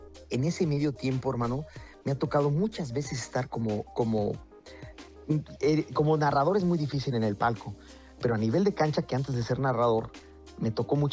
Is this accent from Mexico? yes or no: yes; Mexico; Yo te digo, sí, sí, como mexicano prefería a los de Inglaterra a Congo